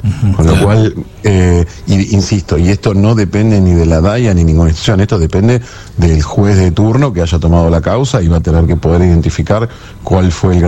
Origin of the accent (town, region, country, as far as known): Argentina